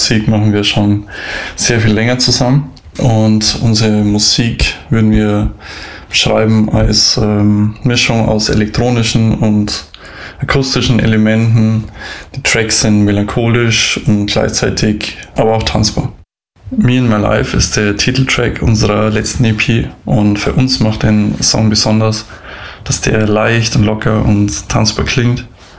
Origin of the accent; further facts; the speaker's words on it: Miesbach, Bavaria, Germany; wir kommen aus Miesbach in Oberbayern.